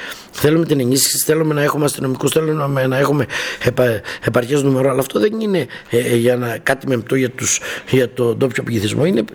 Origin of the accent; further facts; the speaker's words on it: Crete, Greece; now in Rhodes, Greece; η Κρήτη είναι πολύ μεγαλύτερη και το ξέρω πάρα πολύ καλά, γιατί είναι η καταγωγή μου από εκεί.